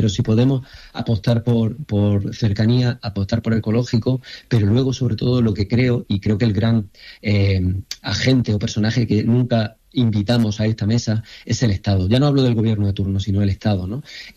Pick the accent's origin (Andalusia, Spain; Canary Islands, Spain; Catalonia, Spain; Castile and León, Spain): Andalusia, Spain; Jaén; Y para que se entienda, soy de Jaén y de familia que ha trabajado el campo, ¿no?